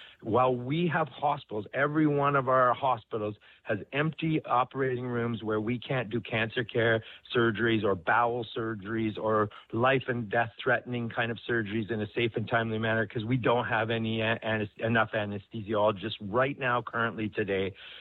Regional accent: Alberta, Canada; I'm a Canadian. I'm an Albertan.

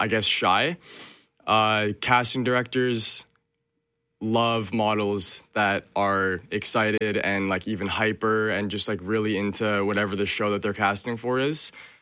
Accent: Winnipeg, Manitoba, Canada; And coming from Winnipeg, on my mom's side, I'm Filipino and Slovenian. And then on my dad's side, white, British Canadian, I guess.

